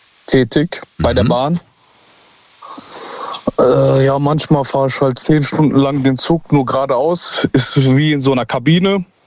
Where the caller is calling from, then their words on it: Seeheim-Jugenheim, Hesse, Germany; Ich komme aus Seeheim.